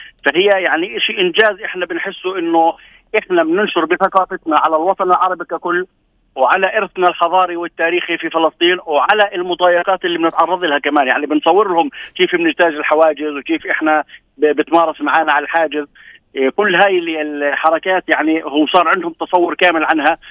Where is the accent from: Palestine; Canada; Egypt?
Palestine; أنا ممنوع أتجاوز في دراجتي الأردن وبصعوبة.